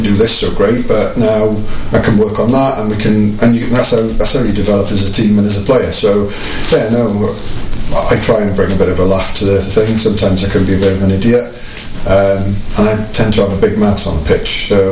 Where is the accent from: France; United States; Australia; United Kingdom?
United Kingdom; Yorkshire and the Humber; moved away; So I'm from up north. I'm from Yorkshire originally.